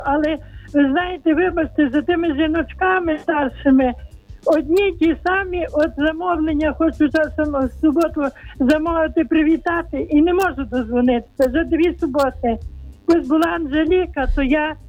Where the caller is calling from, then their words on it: Rivne Oblast, Ukraine; Я з Рівненщини.